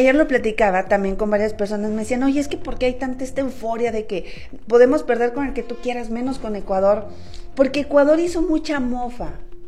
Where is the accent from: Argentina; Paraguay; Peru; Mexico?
Mexico; Así somos los mexicanos, así somos.